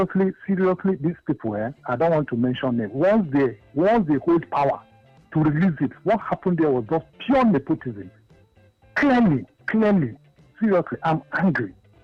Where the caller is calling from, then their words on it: Jos, Plateau, Nigeria; Right. I'm calling from Jos.